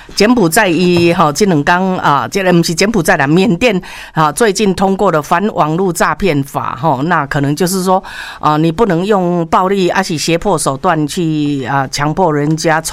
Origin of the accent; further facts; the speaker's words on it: Taiwan; 我们台湾人